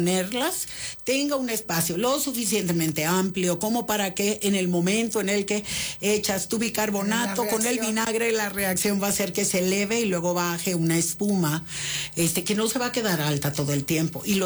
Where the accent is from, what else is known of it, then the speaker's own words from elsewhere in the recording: Tabasco, Mexico; Lo que pasa es que allá en mi pueblo dirían, en Tabasco, que hace tanto calor, todo lo que esté frío vale más.